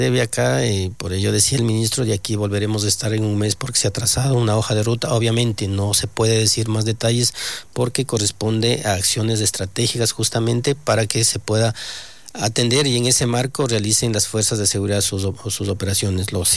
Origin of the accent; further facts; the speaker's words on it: Ecuador; como ecuatorianos, que como gobierno nacional podemos o tenemos la obligación de reforzar en cuanto al tema de control de frontera.